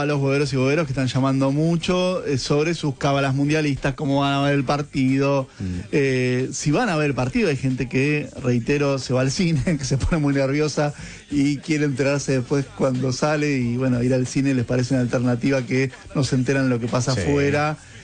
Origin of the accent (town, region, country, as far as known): Argentina